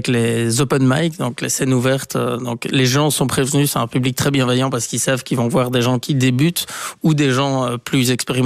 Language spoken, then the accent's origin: French; Bastogne, Wallonia, Belgium; moved away as an adult; now in Brussels, Belgium; Moi j'ai grandi là-bas jusqu'à mes 18 ans, puis je suis venu à Bruxelles pour les études